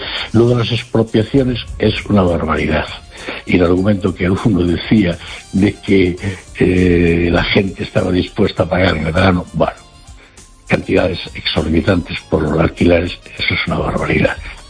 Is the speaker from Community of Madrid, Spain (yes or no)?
yes; Madrid, Community of Madrid, Spain